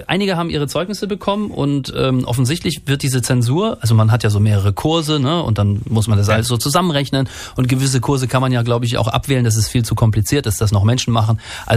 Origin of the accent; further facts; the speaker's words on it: Germany; moved away; Ich komme ja aus der Zone, also aus der DDR, da gab es keine Tennisplätze und demzufolge auch keine Tennisspieler.